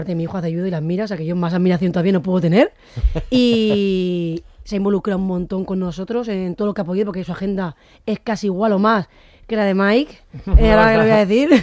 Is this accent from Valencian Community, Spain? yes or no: yes; Alicante, Valencian Community, Spain; Con que yo soy alicantina, a veces no me va.